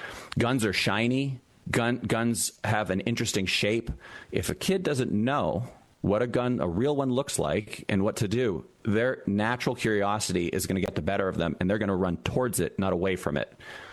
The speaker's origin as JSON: {"language": "English", "region": "Massachusetts", "country": "United States", "tie": "born or raised there", "said": "I come from Massachusetts myself. I was raised in Massachusetts. I grew up in communities."}